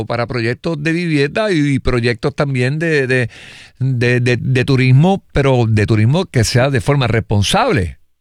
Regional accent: Puerto Rico; yo me considero muy puertorriqueño

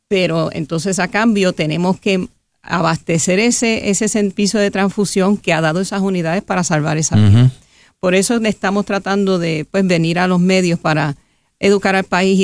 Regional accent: Puerto Rico; nosotros como puertorriqueños, compatriotas y ciudadanos

